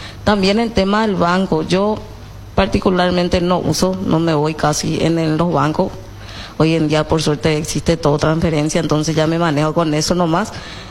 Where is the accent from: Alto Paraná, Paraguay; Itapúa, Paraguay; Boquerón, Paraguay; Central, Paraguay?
Alto Paraná, Paraguay; Hernandarias; Muy buenos días … vengo de la ciudad de Hernandarias, Alto Paraná.